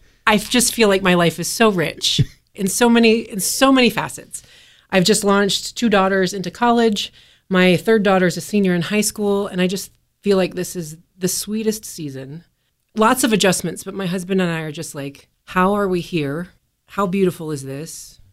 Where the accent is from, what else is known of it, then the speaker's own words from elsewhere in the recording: Colorado, United States; moved away as an adult; I am from the Front Range of Colorado, even though I've lived here since 2013. So what is that, 13 years? This is home, but it is always good to go home and put your feet in the dirt you came from.